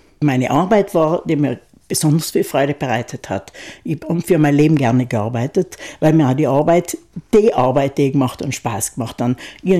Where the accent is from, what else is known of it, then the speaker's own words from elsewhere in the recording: Kaltern, Trentino-Alto Adige, Italy; Deshalb bin ich auch in der Klinik geboren und nicht in Kaltern, wie es damals üblich war, in dem alten Spital hat es geheißen.